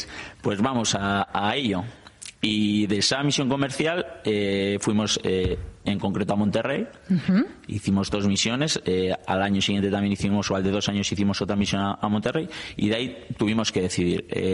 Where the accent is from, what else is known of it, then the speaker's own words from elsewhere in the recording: Basque Country, Spain; somos vascos, vascos, ¿eh?